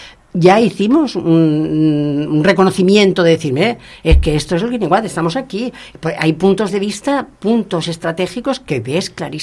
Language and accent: Spanish; Barcelona, Catalonia, Spain; soy de Barcelona, de Cataluña, y conozco bien la zona esa específicamente